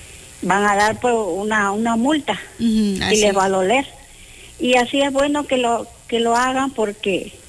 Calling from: Mapastepec, Chiapas, Mexico; porque somos de aquí, de Mapastepec

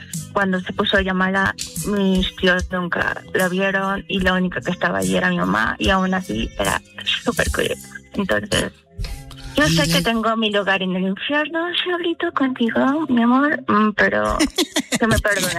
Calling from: Mexico City, Mexico; De acá, de Fuentes del Pedregal, Tlacuacha.

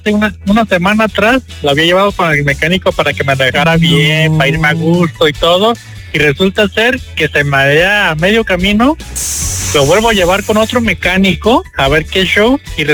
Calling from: Guadalajara, Jalisco, Mexico; de Guanatos.

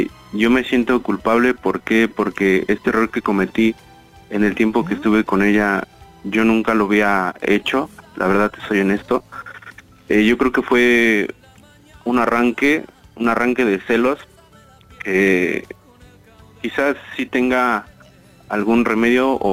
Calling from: Mexico City, Mexico; De la Ciudad de México

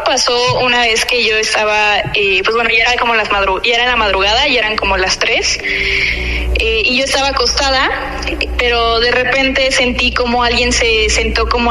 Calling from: Mexico City, Mexico; De la Ciudad de México.

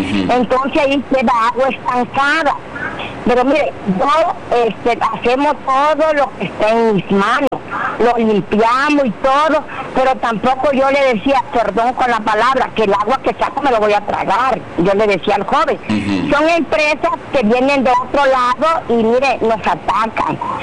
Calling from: Jiquipilas, Chiapas, Mexico; yo estimo a mi pueblo porque soy de Jiquipila.

